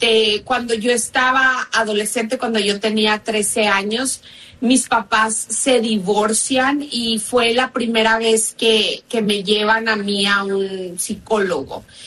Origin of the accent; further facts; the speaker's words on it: Monterrey, Nuevo León, Mexico; moved away as an adult; also born or lived in Spain; now in United States; yo soy mexicana de nacimiento. Nací y crecí en México con mi familia. Y cuando me casé con mi esposo, bueno, ya tenemos 18 años de casados, pero tenemos en Estados Unidos 16 años.